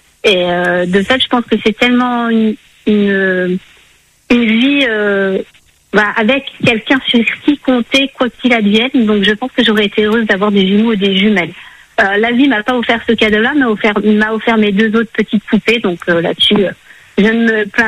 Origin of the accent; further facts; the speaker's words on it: Nouvelle-Aquitaine, France; now in Lorraine, France; Notre sœur aînée habite dans l'ouest de la France, où nous sommes originaires de Charente-Maritime